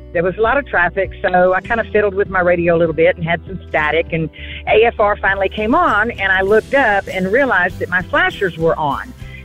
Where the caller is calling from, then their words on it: Texas, United States; I'm calling from Texas.